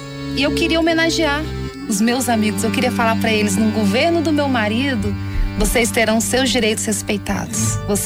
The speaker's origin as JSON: {"language": "Portuguese", "town": "Ceilândia", "region": "Federal District", "country": "Brazil", "tie": "born or raised there", "also_born_or_lived": "Brasília", "said": "Eu tenho 44 anos, nasci aqui em Brasília, cresci na Ceilândia."}